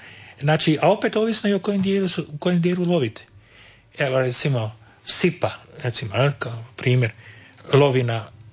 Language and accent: Croatian; Split, Split-Dalmatia County, Croatia; cijena, recimo, sipe je posve drugačija za razliku od cijene kod nas u Splitu.